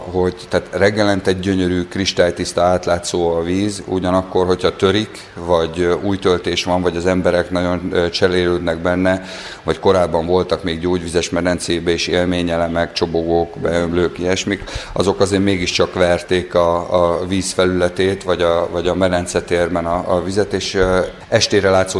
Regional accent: Túrkeve, Jász-Nagykun-Szolnok, Hungary; born there; Én úgy nőttem föl, hogy ezekben a vizekben tudtam fürödni

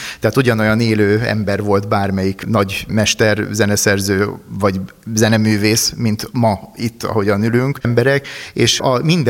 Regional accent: Balassagyarmat, Nógrád, Hungary; born there; balassagyarmati születésű vagyok

